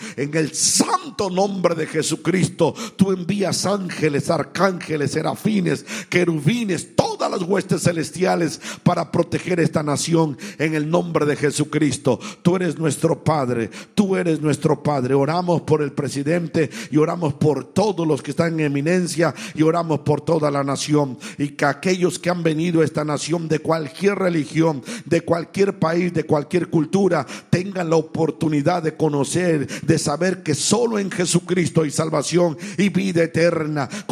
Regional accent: Mexico; now in United States; como mexicano, Señor, represento a mi país.

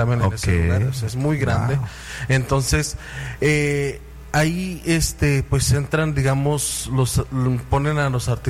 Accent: Durango, Mexico; para los que somos de aquí de Durango

